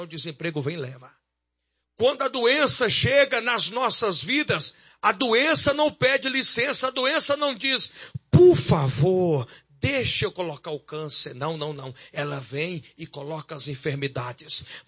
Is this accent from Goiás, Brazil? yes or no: yes; Goiás, Brazil; moved away; eu sou goiano